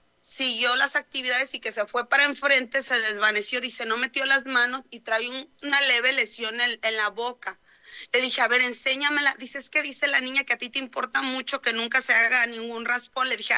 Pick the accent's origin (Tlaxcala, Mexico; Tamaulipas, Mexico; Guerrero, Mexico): Tamaulipas, Mexico; Ciudad Mante; Yo soy de Mante, ellos están en Madero.